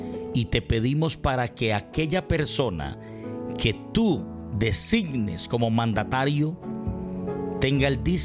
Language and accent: Spanish; Colombia; Y eso es lo que debemos de pedir nosotros como colombianos.